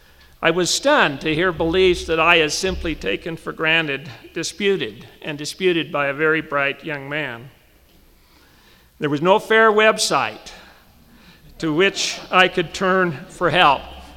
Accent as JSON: {"language": "English", "town": "Ephraim", "region": "Utah", "country": "United States", "tie": "born or raised there", "said": "Growing up in Ephraim and Sanpete County, I was acquainted, and then only casually, with four non-Mormons, two of whom subsequently converted."}